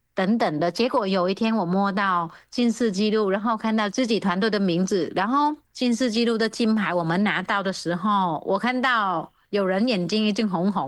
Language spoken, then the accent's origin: Chinese; Vietnam; now in Taiwan; 是我原本是越南人